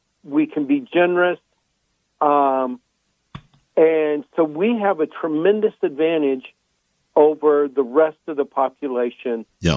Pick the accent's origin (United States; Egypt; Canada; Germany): United States; California; I'm from Southern California.